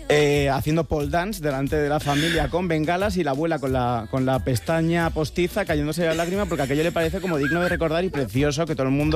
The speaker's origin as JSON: {"language": "Spanish", "country": "Spain", "said": "Evidentemente, siendo español y autónomo, no sé si tengo que explicar mucho más."}